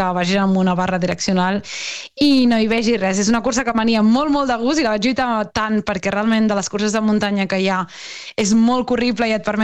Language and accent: Catalan; Vilassar de Mar, Catalonia, Spain; jo sóc de Vilassar de Mar, vull dir que la muntanya és el castell de Burriac